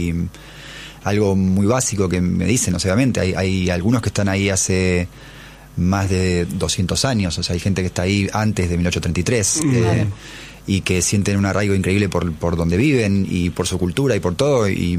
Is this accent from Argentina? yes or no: yes; Argentina; yo entiendo el reclamo argentino, lo comparto, me parece que es lo único que nos une así como argentinos